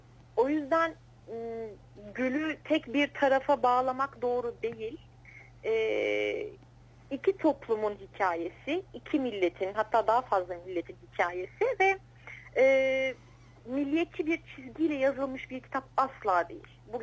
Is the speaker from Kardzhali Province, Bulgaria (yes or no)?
yes; Kardzhali, Kardzhali Province, Bulgaria; Bulgaristan'da doğmuş olsam da Bulgaristan'ı aslında çok iyi tanımadığımı fark ettim. Ben Kırcal doğumluyum. Birkaç kez Sofya'da bulunmak dışında Kırcal'den pek çıkmadım.